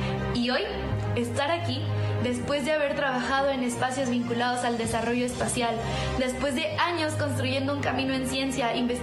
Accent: Nayarit, Mexico; mexicana, orgullosamente nayarita

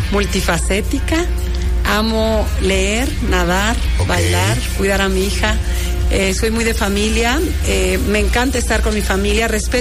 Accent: Uruapan, Michoacán, Mexico; porque yo soy de pueblo, yo soy de Uruapan

